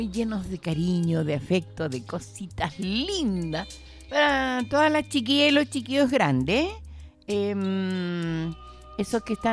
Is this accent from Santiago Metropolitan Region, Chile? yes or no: no; Santa Cruz, O'Higgins, Chile; now in San Fernando, Chile; Yo fui nacida en Santa Cruz. Eso mismo. Gracias, compañero, compañerito. Oriunda de Santa Cruz. Un abrazo grande, cariñoso para mi ciudad natal y mi ciudad adoptiva, digo, San Fernando.